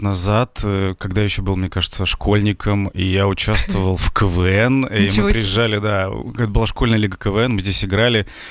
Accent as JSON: {"language": "Russian", "town": "Kudymkar", "region": "Perm Krai", "country": "Russia", "tie": "born or raised there", "said": "это вообще был Кудымкар, где, откуда я родом."}